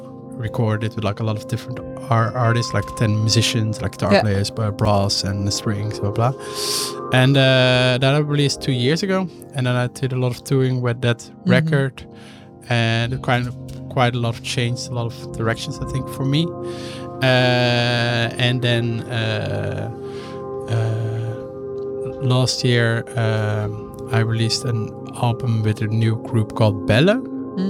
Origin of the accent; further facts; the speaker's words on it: Oosterhout, North Brabant, Netherlands; English is a second language; Close to my hometown village, Oosterhout.